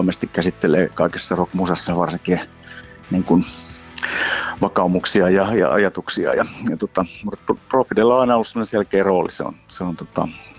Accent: Oravikoski, North Savo, Finland; mä kärsin itsekin siitä, että mä tulin niin kuin Oravikosken Kaivoskylältä tuommoiseen ammattilaisbändiin

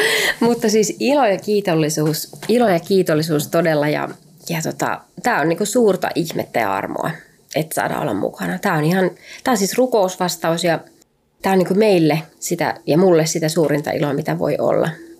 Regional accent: Outokumpu, North Karelia, Finland; Minä olen Karjalasta kotoisin. Mm-hmm. Outokummussa synnyin perheen ainoaksi lapseksi

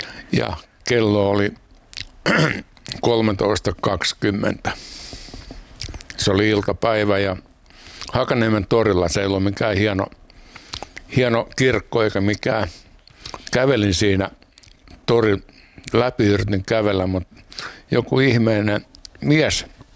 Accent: Helsinki, Uusimaa, Finland; born there; mä oon syntynyt Helsingissä.

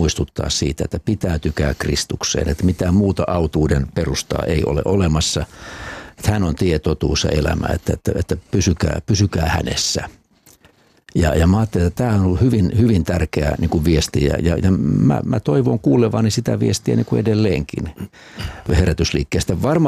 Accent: South Ostrobothnia, Finland; siellä mun omilla synnyin sijoilla Etelä-Pohjanmaalla

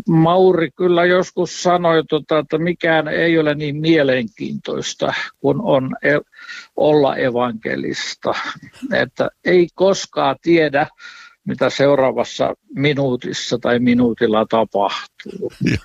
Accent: Pori, Satakunta, Finland; born there; muistan pikkupoikana, kun istuin Porissa siellä Mikokatu 6 rukoushuoneella

